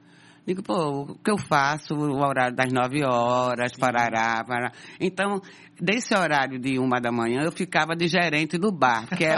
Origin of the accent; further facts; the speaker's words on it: Recife, Pernambuco, Brazil; born there; eu nasci aqui no Recife, sou de uma família de 9, então eu sou a 5ª, tem 4 mais velhos e 4 mais novos.